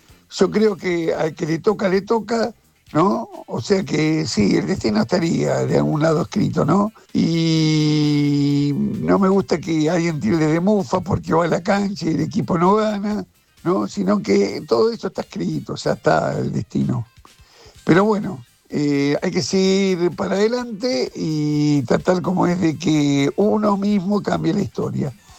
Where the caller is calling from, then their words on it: Beccar, Buenos Aires Province, Argentina; de Becar.